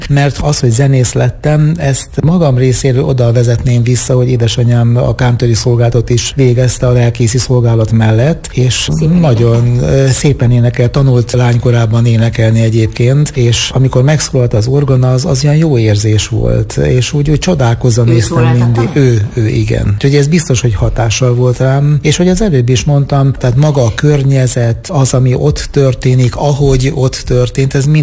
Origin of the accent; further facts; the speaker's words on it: Bagamér, Hajdú-Bihar, Hungary; egy olyan közösségben nőttem föl, egyrészt a családi közösségben, Bagamérben, igen, ahol a szüleim nem csak tanítottak Isten országáról, hanem megélték.